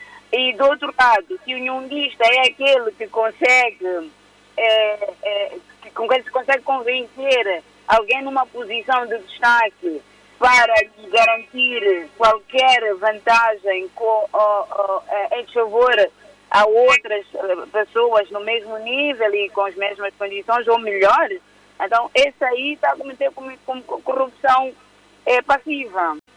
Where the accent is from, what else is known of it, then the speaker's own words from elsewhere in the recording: Mozambique; E por isso eu quero acreditar, e como moçambicanos devemos acreditar, que nós vamos fazer melhor.